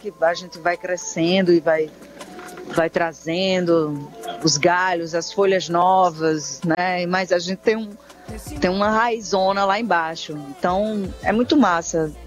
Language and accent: Portuguese; João Pessoa, Paraíba, Brazil; a gente fala aqui da Paraíba, de João Pessoa, como eu, também atriz.